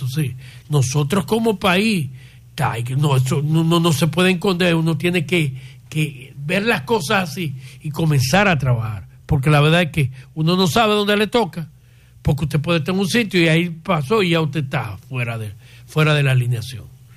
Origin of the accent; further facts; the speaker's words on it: Dominican Republic; nosotros como dominicanos estamos preparados para algo así.